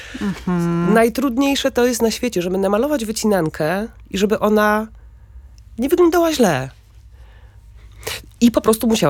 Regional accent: Lower Silesian Voivodeship, Poland; born there; moved away; urodziłam się na Dolnym Śląsku, więc moi dziadkowie wszyscy przyjechali w tamto miejsce z zupełnie innych miejsc.

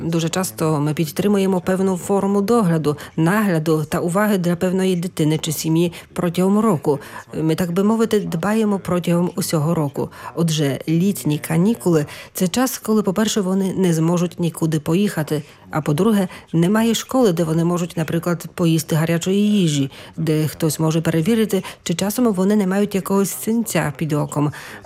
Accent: Poland; ми, поляки

